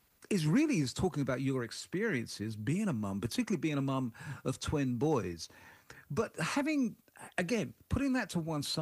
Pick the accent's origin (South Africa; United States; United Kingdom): United Kingdom